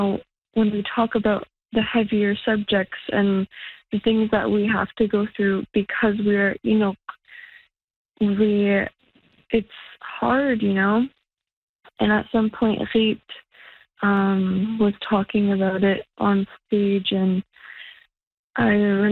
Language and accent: English; Quebec, Canada; now in Montreal, Canada; I'm from Kuchuk, but I've been living in Montreal to attend college for about 2 years now.